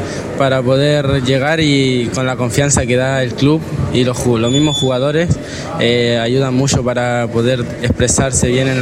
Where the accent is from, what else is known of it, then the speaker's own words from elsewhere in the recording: Coquimbo, Chile; Yo soy de la Avenida del Mar.